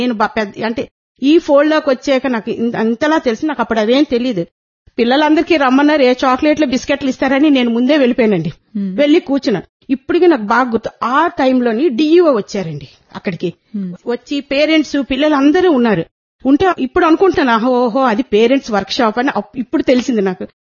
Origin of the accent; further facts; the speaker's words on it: Visakhapatnam, Andhra Pradesh, India; నాది వైజాగ్.